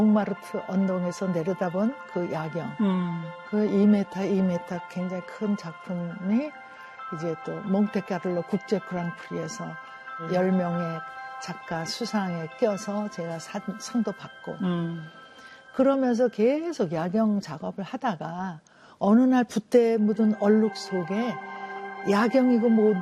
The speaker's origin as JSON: {"language": "Korean", "country": "South Korea", "moved": "yes", "lives_now": "Paris, France", "said": "그러다가 이제 파리라는 그곳에 살다가 보니까 야 이게 나는 역시 한국 사람이구나."}